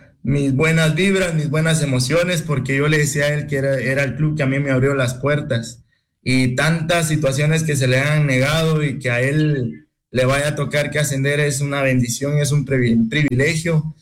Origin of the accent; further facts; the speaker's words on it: Guatemala; moved away; porque sabemos muy bien de que somos guatemaltecos